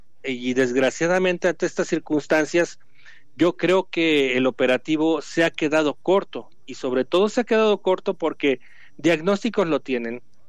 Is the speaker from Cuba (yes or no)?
no; Michoacán, Mexico; los que somos de Michoacán